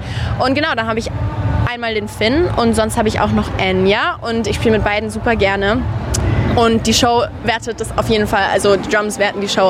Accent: Karlsruhe, Baden-Württemberg, Germany

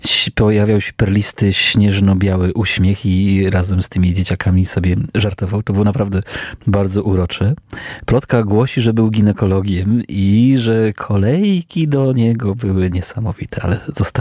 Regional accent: Żory, Silesian Voivodeship, Poland; moved away; w miejscowości, z której pochodzę w Polsce, z Żor na Śląsku

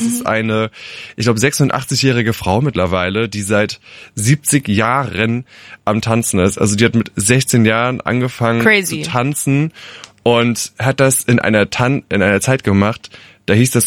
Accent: Rhineland-Palatinate, Germany; Aber wirklich winziges Dorf, 400 Einwohner, der kleine schwule Junge, der sich schminkt und halt immer der Outsider war.

